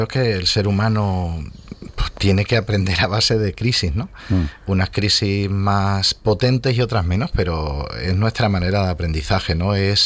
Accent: Ceuta, Spain; moved away as an adult; now in Almería, Spain; Él es de Ceuta, yo soy de Ceuta.

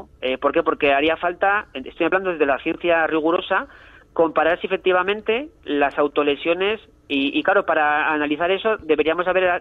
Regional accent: Asturias, Spain; yo que soy de origen asturiano

